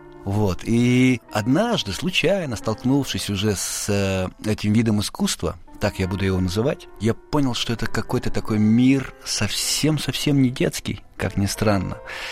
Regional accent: Siberia, Russia; я родом из Сибири, да, там вот из этой той самой тайги

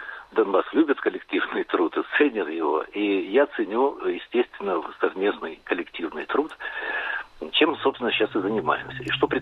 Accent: Donetsk, Donetsk Oblast, Ukraine; если бы я уехал из Донецка, я бы был обязан перестать писать на эту тему.

